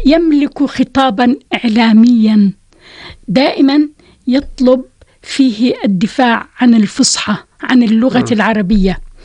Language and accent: Arabic; Jordan; وبالتالي تكون هذه الرؤية قادرة على أن تحمي اللغة وتحمينا كعرب وتحمينا كأردنيين